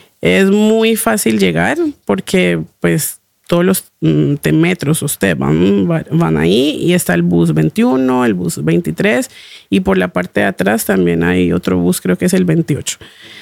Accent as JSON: {"language": "Spanish", "town": "Palmira", "region": "Valle del Cauca", "country": "Colombia", "said": "porque pues yo soy de Palmira, es cerca a Cali."}